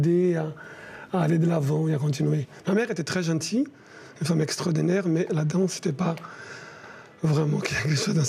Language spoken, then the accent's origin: French; Rio de Janeiro, Brazil; French is a second language; moved away as an adult; also born or lived in Campinas, São Paulo; now in Brussels, Belgium; je suis venu à Rio de Janeiro faire l'audition, où ma ville natale.